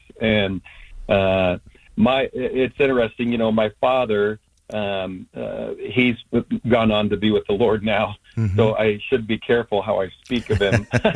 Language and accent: English; Nebraska, United States; also born or lived in Phillipsburg, Kansas / Farnam, Nebraska / Sidney, Nebraska / Falls City, Nebraska; So most of my growing up years were in Nebraska. But I was actually born in Kansas.